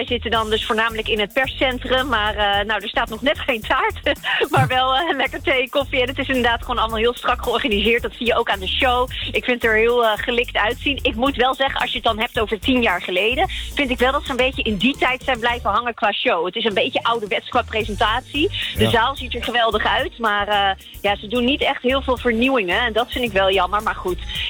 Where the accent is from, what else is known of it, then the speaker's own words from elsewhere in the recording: Netherlands; als ik dan zeg, ja, ik kom uit Nederland, dan kijken ze niet eens raar op of zo.